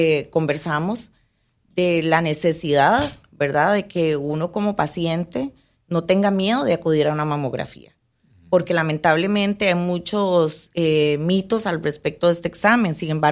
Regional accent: Costa Rica; now in Panama; Soy costarricense, pero vivo en Panamá. De hecho, amo Panamá

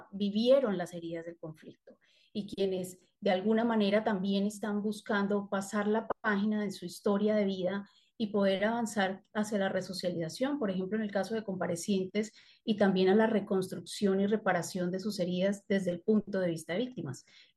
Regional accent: Colombia; desde Colombia uno como colombiano y sale, se da cuenta que el proceso de paz a veces es mucho más valorado

